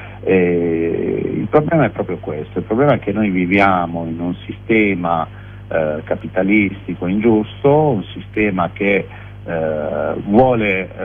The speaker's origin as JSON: {"language": "Italian", "town": "Taranto", "region": "Apulia", "country": "Italy", "moved": "as an adult", "lives_now": "Bologna, Italy", "said": "Io sono di Taranto, vivo da 30 anni a Bologna"}